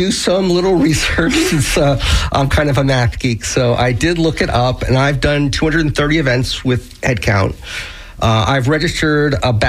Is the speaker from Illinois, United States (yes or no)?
no; Miami, Florida, United States; moved away as an adult; also born or lived in Ohio; now in St. Petersburg, United States; So I grew up in Miami. Was like a typical 18-year-old, moved out of Miami when I was 18 and went to college.